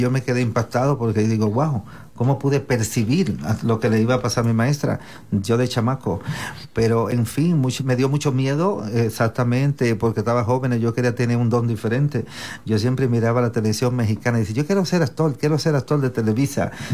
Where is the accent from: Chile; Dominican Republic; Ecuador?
Dominican Republic; Nosotros somos de República Dominicana, mi papá es de las Islas Europeas, de Aruba, mi mamá dominicana de Punta Cana, una playa bien bonita.